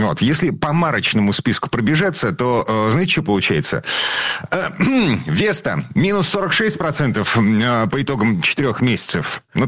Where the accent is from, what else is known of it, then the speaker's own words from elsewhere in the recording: Saint Petersburg, Russia; Мы из Петербурга.